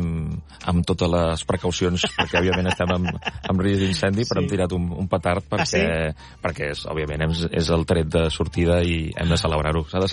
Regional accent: Catalonia, Spain; nosaltres som del Penedès i no ens volem moure gaire lluny.

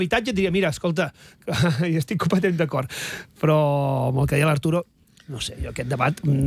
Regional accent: Figueres, Catalonia, Spain; Sí, abans ho comentàvem a la pausa, jo sóc de Figueres.

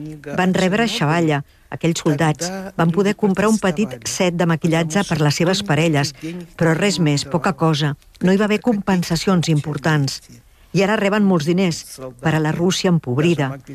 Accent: Belarus; moved away; Jo sóc de Bielorússia i és molt difícil protestar en un estat totalitari. Jo vaig marxar

